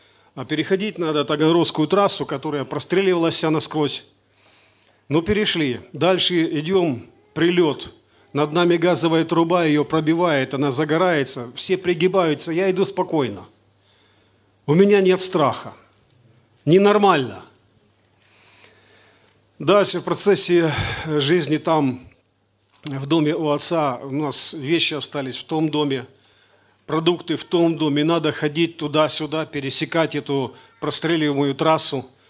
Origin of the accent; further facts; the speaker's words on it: Mariupol, Donetsk Oblast, Ukraine; moved away as an adult; now in Belgorod, Russia; Я из Мариуполя. Семья моя из Мариуполя. В 23-м году после всех этих событий мы переехали в Белгород.